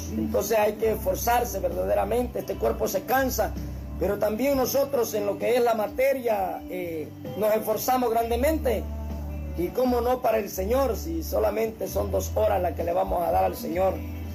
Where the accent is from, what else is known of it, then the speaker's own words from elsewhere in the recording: Amapala, Valle, Honduras; born there; now in Puerto Cortés, Honduras; ya que nosotros somos nacidos en Amapala, pero en realidad hemos vivido bastante tiempo ahí en Cortés.